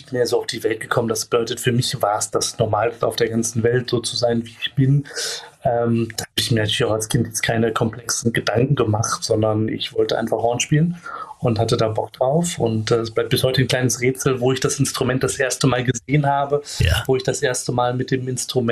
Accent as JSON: {"language": "German", "town": "Göttingen", "region": "Lower Saxony", "country": "Germany", "tie": "born or raised there", "said": "Und ich bin in Göttingen geboren und aufgewachsen."}